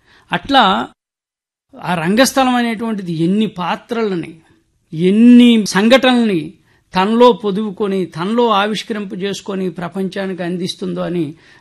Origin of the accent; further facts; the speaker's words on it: Srikakulam district, Andhra Pradesh, India; మా స్వస్థలం శ్రీకాకుళం జిల్లా అండి, అంపోలు గ్రామం.